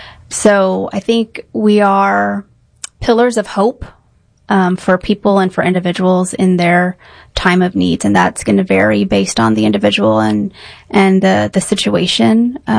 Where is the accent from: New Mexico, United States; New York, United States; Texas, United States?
Texas, United States; San Antonio; I'm from San Antonio. I've been in the nonprofit sector my whole career.